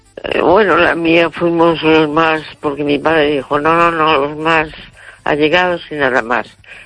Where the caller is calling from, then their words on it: A Coruña, Galicia, Spain; de La Coruña.